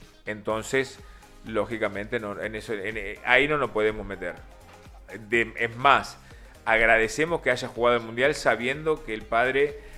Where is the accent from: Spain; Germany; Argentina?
Argentina; yo soy argentino